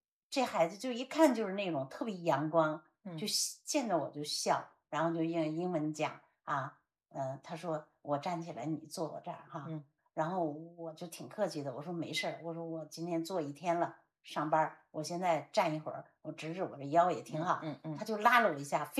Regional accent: China; now in New Zealand; 人家是当地人我是中国人哈

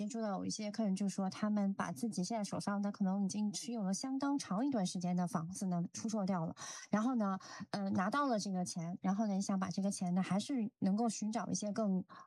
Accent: New Zealand; 我们新西兰人

